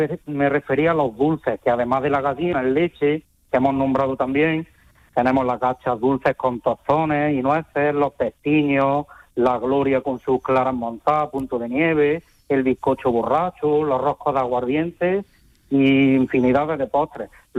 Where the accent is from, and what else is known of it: Porcuna, Andalusia, Spain